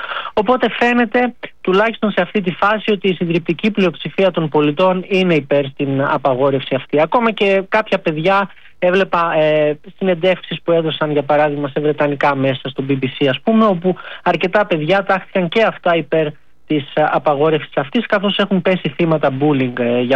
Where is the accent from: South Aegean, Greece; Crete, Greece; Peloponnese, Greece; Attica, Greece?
Crete, Greece; now in London, United Kingdom; είμαι από Κρήτη